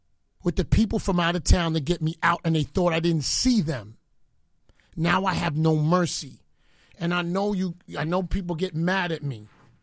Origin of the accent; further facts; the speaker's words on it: Bronx, New York, United States; I'm a Leo. I'm from the Bronx. I go at you, and I'm Jamaican.